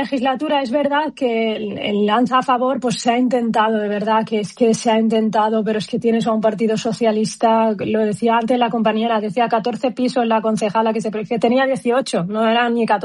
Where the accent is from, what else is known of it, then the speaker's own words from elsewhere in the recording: Western Sahara; la nacionalidad saharaui. Mira, yo obviamente aspiro a la libre determinación de mi pueblo